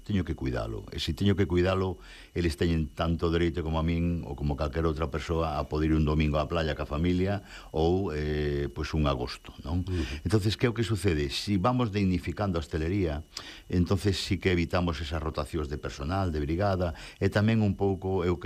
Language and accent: Galician; Galicia, Spain; Pois aí, como bo galego, teño que dicir que depende.